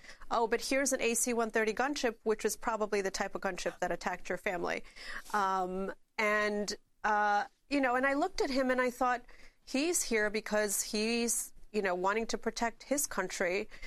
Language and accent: English; New York, United States; as a New Yorker, the shock and the horror and all